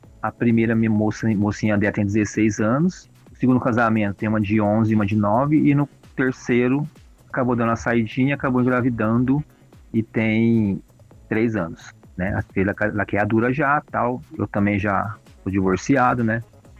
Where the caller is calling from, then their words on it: Brazil; Tenho 56 anos … sou de Ribeirão.